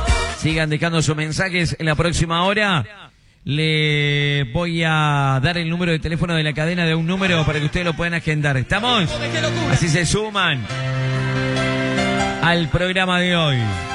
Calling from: La Escondida, Chaco, Argentina; de La Escondida, Chaco, Argentina.

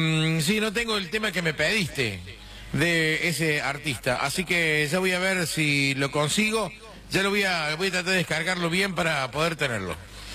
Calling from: General Pico, La Pampa, Argentina; de General Pico La Pampa.

